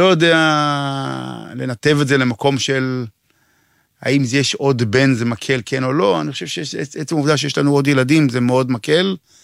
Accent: Megiddo, Northern District, Israel; אצלנו בקיבוץ במגידו

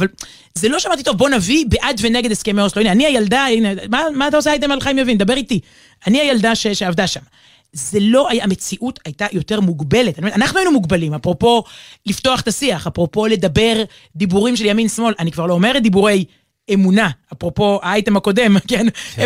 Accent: Tel Aviv, Tel Aviv District, Israel; also born or lived in Jerusalem; ברחוב קלאוזנר 14, רמת אביב, גדלתי שם, כשלא הייתי שם, הייתי ברחוב תורה מציון בירושלים.

